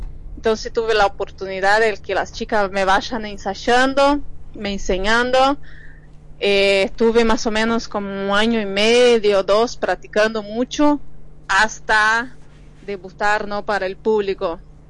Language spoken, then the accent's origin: Spanish; Brazil; now in Argentina; Yo soy de Brasil, hace 17 años que vivo acá en Argentina